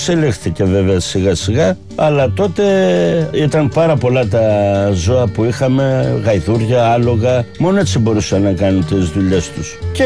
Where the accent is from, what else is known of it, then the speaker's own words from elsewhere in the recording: Western Greece, Greece; Κατάγομαι από ένα ορεινό χωριό του νομού Ηλίας, Αγία Τυριακή, κοντά στον Ερήμανθο